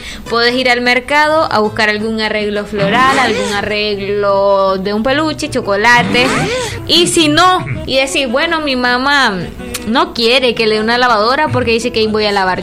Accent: Nicaragua; como el nicaragüense, somos buenos a hacer las cosas a último momento

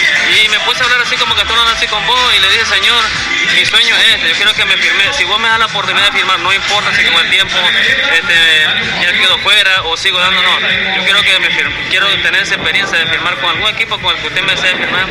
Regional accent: Nicaragua; moved away; also born or lived in United States; cuando me vine para de Nicaragua, o estuve en Estados Unidos ahorita

